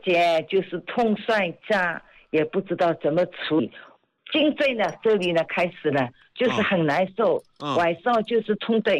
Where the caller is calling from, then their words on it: Ningbo, Zhejiang, China; 我是宁波的。